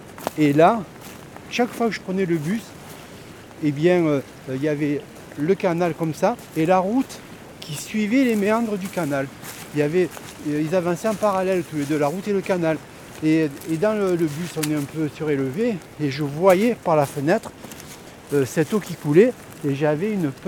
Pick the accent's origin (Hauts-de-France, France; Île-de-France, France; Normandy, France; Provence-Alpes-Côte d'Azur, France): Provence-Alpes-Côte d'Azur, France; Miramas; Quand j'étais enfant, on habitait à Miramas et quelquefois on allait à Lens, dans le village de ma mère.